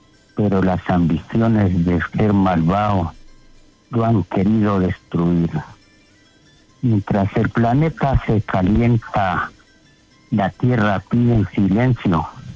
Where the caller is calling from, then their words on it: Ventaquemada, Boyacá, Colombia; por acá, la Venta Quemada.